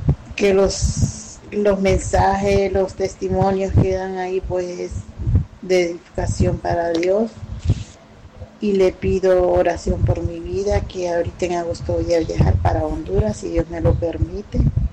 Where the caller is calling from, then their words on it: Spain; Me saluda … desde aquí, desde España.